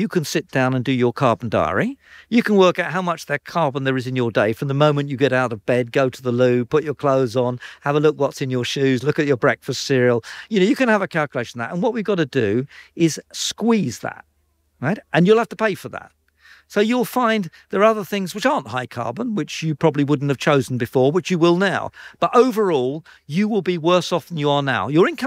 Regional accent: Essex, East of England, United Kingdom; I came from Essex

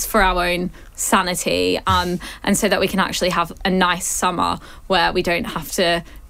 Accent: Australia; accent: Australian; I'm a Socceroos fan. Because I'm Australian.

